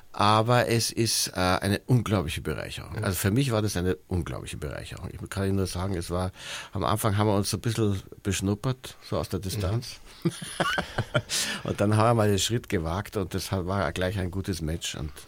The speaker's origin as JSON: {"language": "German", "region": "Bavaria", "country": "Germany", "tie": "born or raised there", "moved": "as an adult", "lives_now": "Vienna, Austria", "said": "ich bin groß geworden in der Gegend von München"}